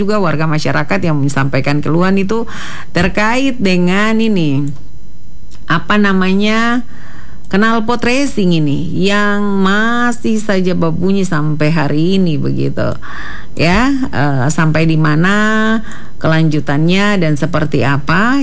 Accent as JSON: {"language": "Indonesian", "town": "Fakfak", "region": "West Papua", "country": "Indonesia", "said": "begitu harapan kami warga Fak-Fak."}